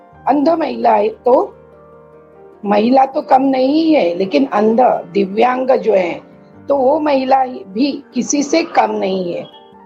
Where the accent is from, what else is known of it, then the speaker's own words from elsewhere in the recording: Saramble, Maharashtra, India; मैं सिंधुदुर्ग जिला के सरंबल गांव से बिलोंग करती हूँ, कुडाल तालुका है हमारा।